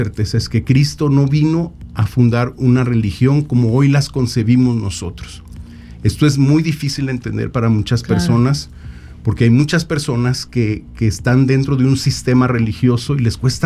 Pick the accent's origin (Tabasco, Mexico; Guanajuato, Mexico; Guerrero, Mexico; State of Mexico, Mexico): Tabasco, Mexico; moved away as an adult; now in San Luis Potosí, Mexico; Yo me crié en una casa donde yo lo llamaría light en Tabasco. Yo no soy potosino, yo llegué aquí en 2019 a trabajar. Yo llegué a trabajar aquí y yo me crié en una casa católica light